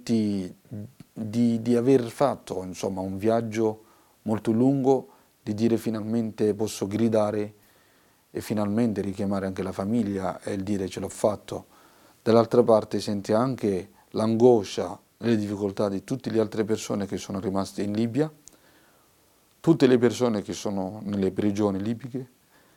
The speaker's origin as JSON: {"language": "Italian", "town": "Mogadishu", "country": "Somalia", "second_language": "Italian", "moved": "as an adult", "lives_now": "Italy", "said": "La mia apprendistata non è durata molto in Somalia, a Mogadiscio, per motivi, diciamo, di guerra e mancanza di rispetto dei giornalisti. Ho dovuto lasciare il mio paese. Quando sono arrivato qui in Italia"}